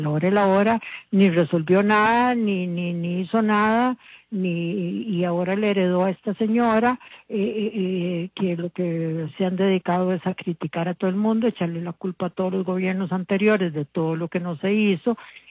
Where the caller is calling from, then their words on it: San José, Costa Rica; llamo de San José.